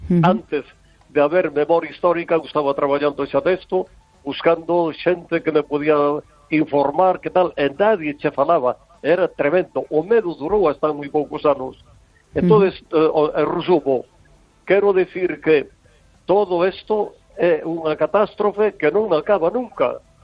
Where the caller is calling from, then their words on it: Vigo, Galicia, Spain; Sí, vamos a ver